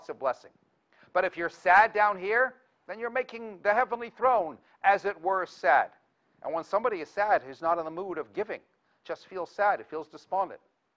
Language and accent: English; Toronto, Ontario, Canada; In my childhood bedroom, where I grew up in Toronto, Canada